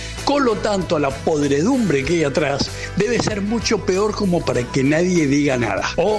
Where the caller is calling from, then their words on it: Buenos Aires, Argentina; de Pompeya.